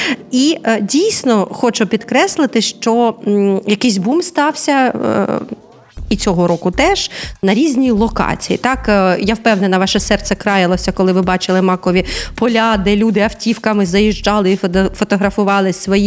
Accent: Odesa, Odesa Oblast, Ukraine; ми, одесити

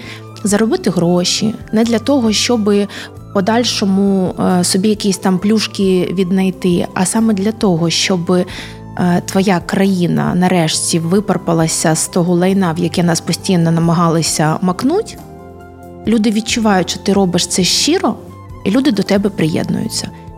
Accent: Odesa, Odesa Oblast, Ukraine; Я народилася в 7-му пологовому будинку в Одесі.

